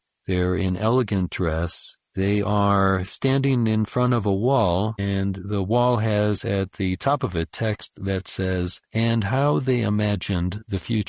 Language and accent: English; Geneva, Switzerland; first language French; English is a second language; also born or lived in Rotterdam; now in Netherlands; Yes, I was born in Rotterdam, but my family moved to Geneva when I was a baby, so I never spoke Dutch. I had to learn Dutch for this job. My mother tongue is French, and my culture is Swiss, very Swiss.